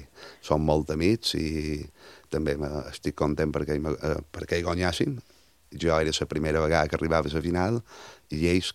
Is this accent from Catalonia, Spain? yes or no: no; Montuïri, Balearic Islands, Spain